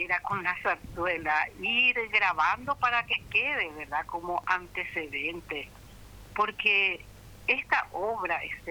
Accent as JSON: {"language": "Spanish", "town": "Buena Vista", "region": "Caazapá", "country": "Paraguay", "tie": "born there", "moved": "yes", "said": "yo vengo del interior también, de casa, peña."}